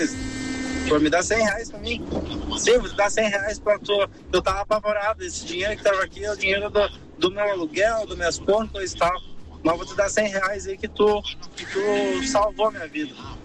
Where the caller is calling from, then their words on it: Passo Fundo, Rio Grande do Sul, Brazil; Sou aqui de Passo Fundo, Rio Grande do Sul.